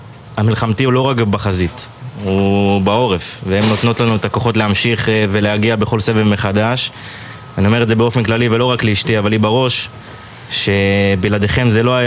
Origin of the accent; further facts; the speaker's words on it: Northern Israel, Israel; now in Gaza envelope, Israel; אני נולדתי בצפון, וכבר מגיל קטן אנחנו חיינו במלחמות, אם זה לבנון השנייה, ואם זה עכשיו, כל מה שקשור גם עכשיו בתקופה הזאת שאני גר פה בעוטף